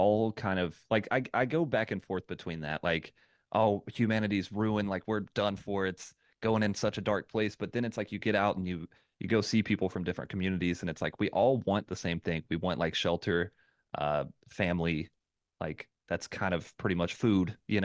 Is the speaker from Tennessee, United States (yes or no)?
yes; Tennessee, United States; I grew up in Southeast Tennessee here